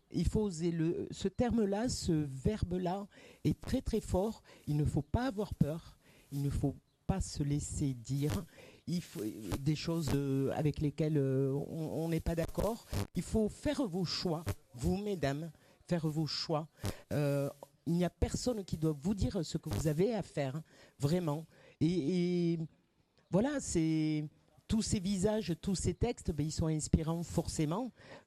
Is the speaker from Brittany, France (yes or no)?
no; Carcassonne, Occitanie, France; also born or lived in Morocco; je vivais dans un quartier populaire à Carcassonne, parce que venant du Maroc, je suis arrivée à Carcassonne, la ville où j'ai grandi